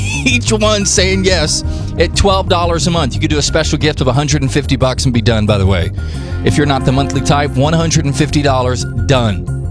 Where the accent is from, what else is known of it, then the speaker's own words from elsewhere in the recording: North Carolina, United States; moved away; That's my home state, babe.